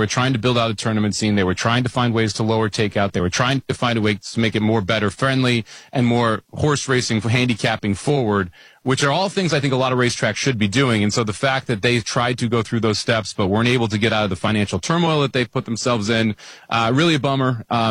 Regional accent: Chicago, Illinois, United States; But my hometown, where I grew up watching horse racing in Hawthorne, at Balmoral, at Arlington

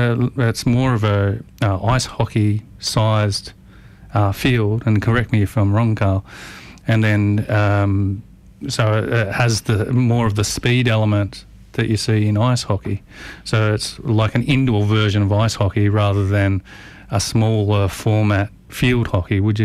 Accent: Australia; as an Australian

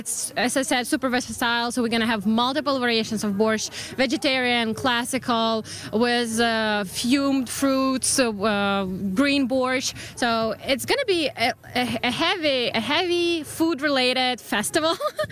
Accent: Canada; English is a second language; So I get that as a Canadian. But I'm also Ukrainian, and I also have my parents, surgeons, that are in Kyiv

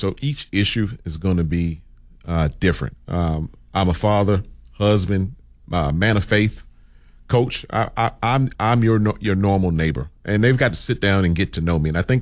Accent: Birmingham, Alabama, United States; I grew up here in Birmingham, grew up on the west side in Midfield, Alabama, so not too far from the studio. Could probably be to my old house in 10 minutes from here, right? So I've been in Birmingham for the better of 30 years.

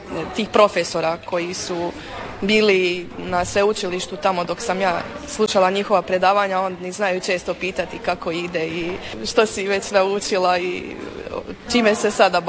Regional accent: Antwerp, Flanders, Belgium; Croatian is a second language; ali kako je Antwerpen, moj rodni grad, bio toliko bitan u 16. stoljeću, ranom modernom vijeku, ja sam nekako imala osjećaj, mora biti neka poveznica.

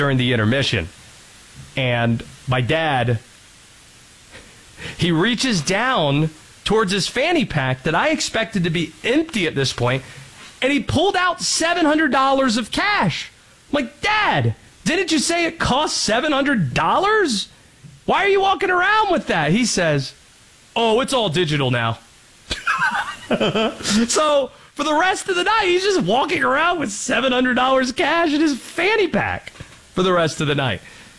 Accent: Raleigh, North Carolina, United States; See, my dad, we grew up right outside of Raleigh, diehard Canes fan.

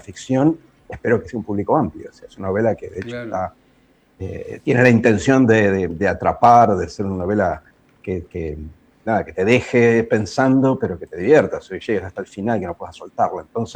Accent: Buenos Aires, Argentina; porque yo soy muy porteño, porque he vivido toda mi vida acá y he intentado fugarme de Buenos Aires varias veces y siempre regreso.

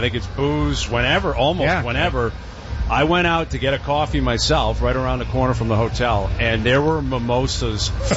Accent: Toronto, Ontario, Canada; I'm from Toronto.

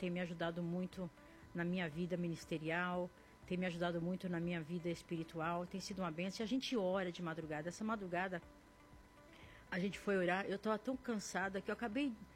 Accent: São Paulo, Brazil; Eu nasci aqui, sou da Gema, eu sou paulistana, nasci aqui na... Como que chama aquela maternidade? Lourdes, não sei, Santa Lourdes, uma coisa assim. Sou aqui de São Paulo

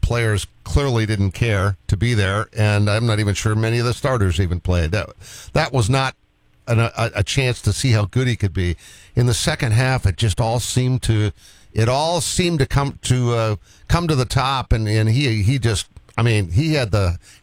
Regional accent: Boston, Massachusetts, United States; moved away as an adult; I'm from Boston, and I went to University of Richmond, and I didn't know a soul, and it was a great experience for me.

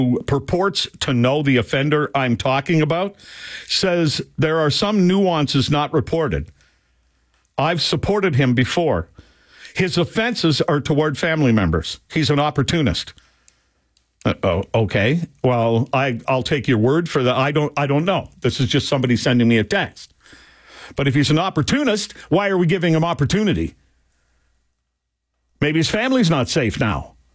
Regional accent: Canada; moved away as an adult; also born or lived in United States; I grew up in Canada. I went to the United States and worked there, got into talk radio, and then came back here in 2010.

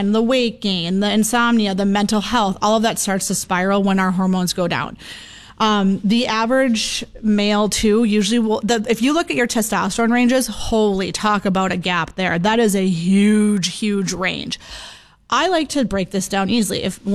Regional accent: Ashley, North Dakota, United States; So I'm from Ashley. My family's owned a John Deere implement my whole life.

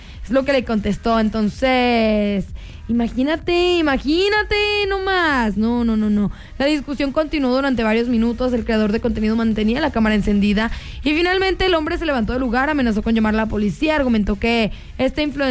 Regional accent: Mexico; ¿cómo me vas a exigir que hable inglés si estoy en México, en mi país, en donde se habla español?

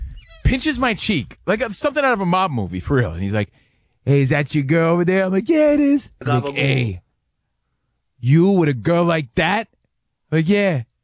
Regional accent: New Jersey, United States; And, you know, we're from Jersey. I'm from Jersey.

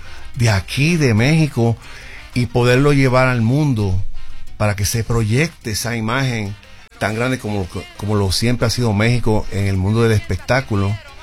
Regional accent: Puerto Rico; also born or lived in New York; me siento bien orgulloso siendo un puertorriqueño

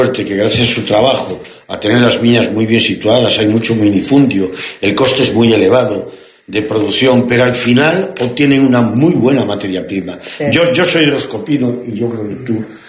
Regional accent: Vigo, Galicia, Spain; born there; now in Salvaterra de Miño, Spain; Yo no he nacido en este pueblo, he nacido desgraciadamente, nací en Vigo, pero hace 40, ¿cuántos años, María? 40 y tantos, ¿no?

